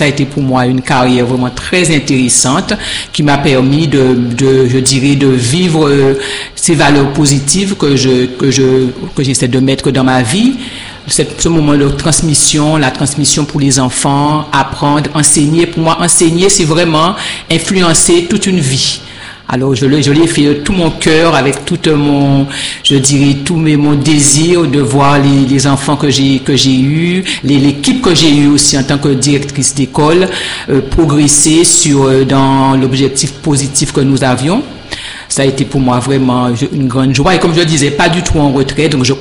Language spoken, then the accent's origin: French; Pointe-à-Pitre, Guadeloupe; now in Baie-Mahault, Guadeloupe; je suis une citoyenne. J'ai grandi à Pointe-à-Pitre et maintenant j'habite Bimaro.